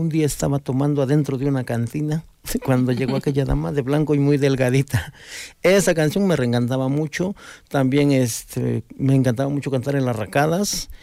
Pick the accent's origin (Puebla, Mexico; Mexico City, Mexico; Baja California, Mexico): Puebla, Mexico; Chietla; Soy originario de Chietla. Bueno, así que pues provengo de una familia humilde también, de trabajo